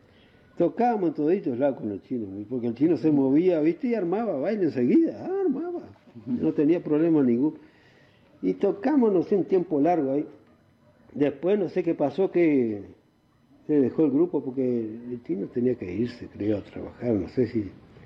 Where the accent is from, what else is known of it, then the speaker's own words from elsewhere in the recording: Vergara, Treinta y Tres, Uruguay; born there; also born or lived in Río Branco; nunca me gustó salir de acá, no sé por qué, pero viste que me gustaba mi pueblo, nomás tocar en mi pueblo, para la gente del pueblo de Vergara. Que es la gente mía, ¿viste? Y siempre me dediqué a tocar así en el pueblo mío.